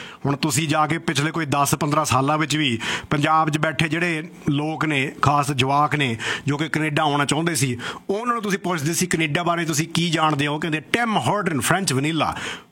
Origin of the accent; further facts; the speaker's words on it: Canada; ਅਸੀਂ ਤਾਂ ਇੱਥੇ ਜੰਮੇ ਪਲੇ ਹਾਂ